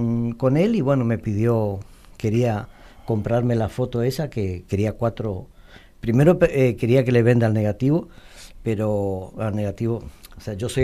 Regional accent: Oberá, Misiones, Argentina; yo nací en Oberá

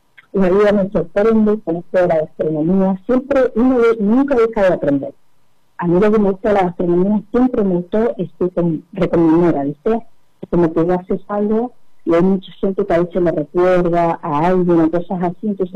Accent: Zapala, Neuquén, Argentina; yo pertenezco a Zapala, estoy en Moreno, a 20 kilómetros de Zapala.

